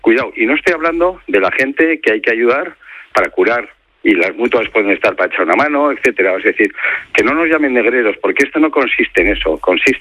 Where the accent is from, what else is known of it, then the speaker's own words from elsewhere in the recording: Basque Country, Spain; donde más absentismo hay en España es en mi tierra, en el País Vasco, y es donde los salarios son más altos.